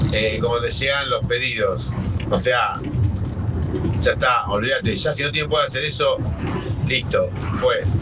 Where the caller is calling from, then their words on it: Lanús, Buenos Aires Province, Argentina; de Lanús.